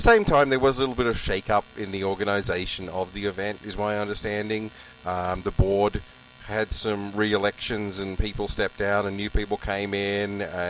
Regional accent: Australia; now in Ottawa, Canada; I'm Australian. I've lived in Ottawa for 18 years.

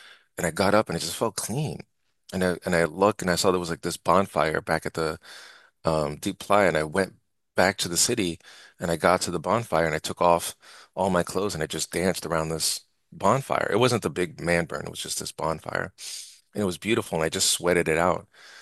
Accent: New York City, New York, United States; born there; moved away; I came back to New York, and I was born in New York, raised in and out of New York. And I came back in August 2001 to go to a graduate center.

